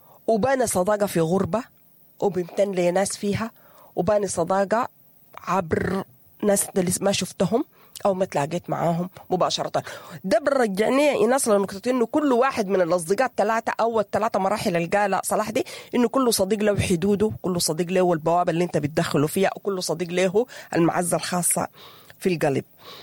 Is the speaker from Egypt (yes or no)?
no; Sudan